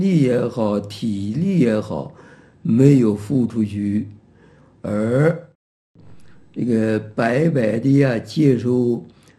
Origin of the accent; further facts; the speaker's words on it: China; 过去啊，我们中国人都知道，不要接受人家的这个不义之财。